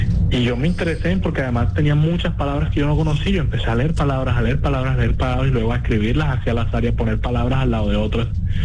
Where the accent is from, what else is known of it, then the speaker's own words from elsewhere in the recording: Cartagena, Bolívar, Colombia; Luego nos mudamos para el barrio de Los Alpes, allá sí, viví casi toda mi infancia y parte de mi adolescencia.